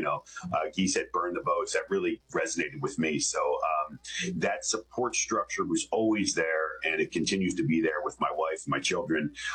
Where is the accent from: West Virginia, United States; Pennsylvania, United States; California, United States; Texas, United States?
Pennsylvania, United States; Lansdale; Yeah, I grew up here in Lansdale. Still have my company here. I am the youngest of four, three older sisters.